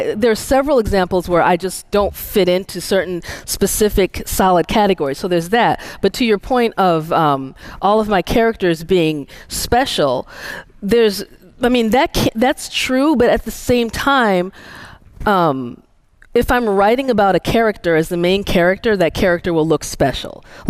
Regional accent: Illinois, United States; being Nigerian American.

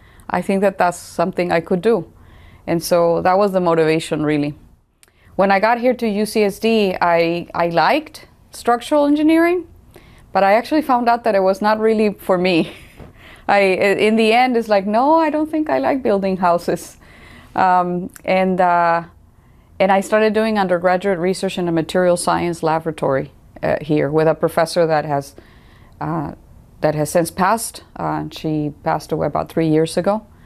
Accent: Tijuana, Baja California, Mexico; I grew up in Tijuana, so right across the border from San Diego.

